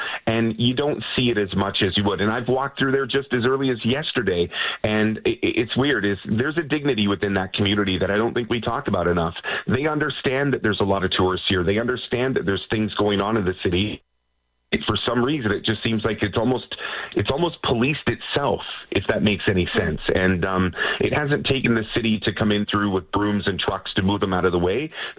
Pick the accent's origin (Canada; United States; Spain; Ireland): Canada; British Columbia; I'm ready for the rain, and I never thought as a British Columbian I'd say it, but we've got forest fires that are sprouting up everywhere.